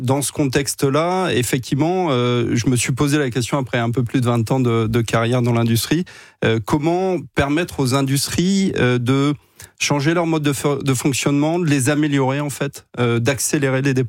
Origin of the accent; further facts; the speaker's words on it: Lille, Hauts-de-France, France; born there; Moi, je suis né à Lille